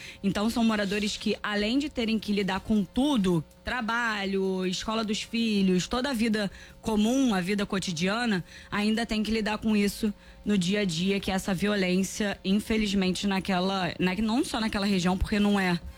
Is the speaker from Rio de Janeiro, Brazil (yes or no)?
yes; Rio de Janeiro, Brazil; porque morei a minha vida inteira em Jacarepaguá e na vida mais recente, já na vida adulta, ali no Anil.